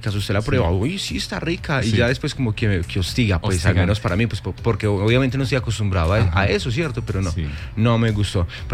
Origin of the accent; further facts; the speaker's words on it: Colombia; Y pues uno como colombiano va buscando donde esté más barato y uno pide la rebaja.